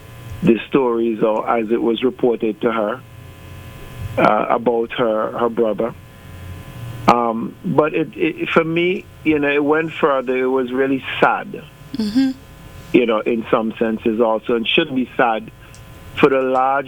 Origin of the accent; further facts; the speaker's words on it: Antigua & Barbuda; I dare say, I'm from Antigua, so I can probably say this without a whole lot of backlash. Antigua, for some reason, in our country, in our 108 square miles